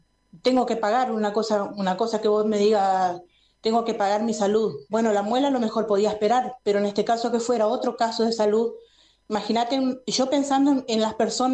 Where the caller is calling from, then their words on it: Argentina; no me gustaría a mí como argentina